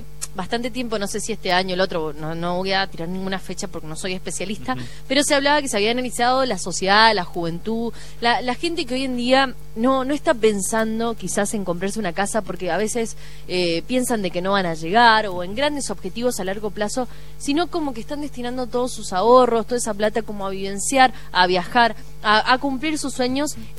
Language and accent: Spanish; Argentina; somos así los argentinos